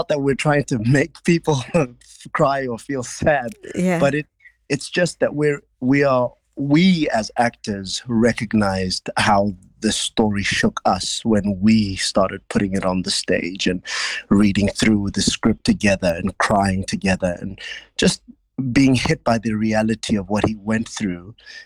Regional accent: South Africa; I'm from South Africa

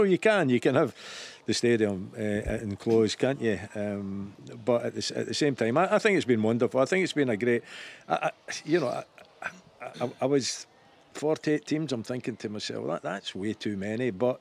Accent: Scotland, United Kingdom; as Scottish fans.

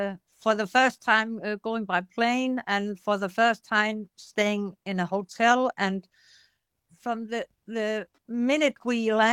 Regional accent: Denmark; English is a second language; We come from Denmark and maybe when we played a match home

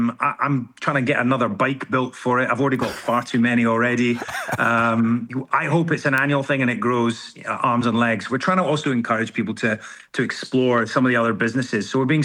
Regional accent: Scotland, United Kingdom; born there; now in central Scotland, United Kingdom; I really wanted to you know, invest and shine a spotlight on where I'm from. I was born in Dumfries and Galloway, and it's such an amazing part of the world.

